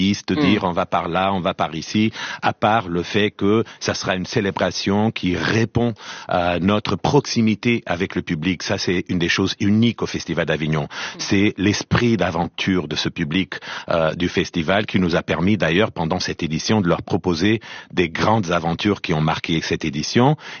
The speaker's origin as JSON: {"language": "French", "country": "Portugal", "said": "et je parle avec complètement à l'aise parce que je suis portugais"}